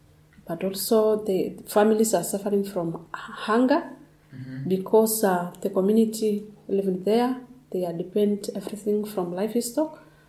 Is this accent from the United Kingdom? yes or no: no; Tanzania; from Tanzania, northern part.